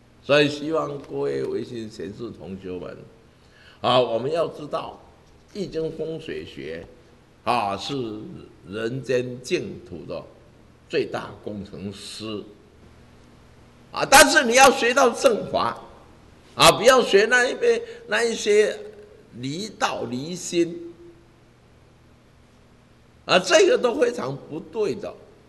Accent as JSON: {"language": "Chinese", "country": "Taiwan", "said": "那时候我们台湾人口在节育嘛，"}